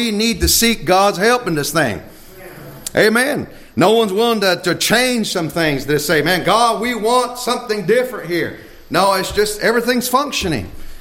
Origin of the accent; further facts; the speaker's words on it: United States; born there; I'm American, top of my head, bottom of my foot, amen. I'm not saying that I'm Indian first. No, I say I'm an American, amen. Born in this country